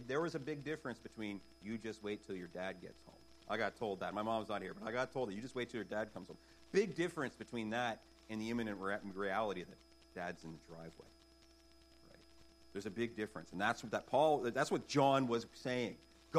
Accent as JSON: {"language": "English", "country": "Canada", "said": "I'm Canadian, right?"}